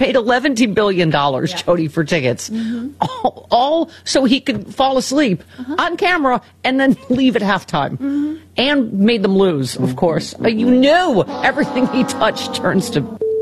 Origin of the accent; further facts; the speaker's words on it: New York, United States; Go on, New York, my home state.